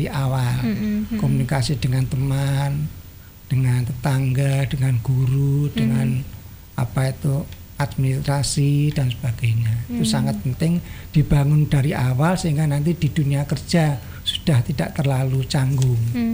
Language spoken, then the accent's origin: Indonesian; Nganjuk, East Java, Indonesia; born there; Saya bertempat tinggal di Jalan Diponegoro 6 nomor 14 Payaman Nganjuk.